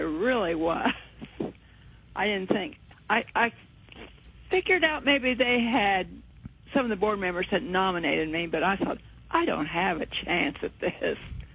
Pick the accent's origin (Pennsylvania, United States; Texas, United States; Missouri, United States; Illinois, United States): Illinois, United States; Martinsville; born there; So we were raised on the Martinsville Fair.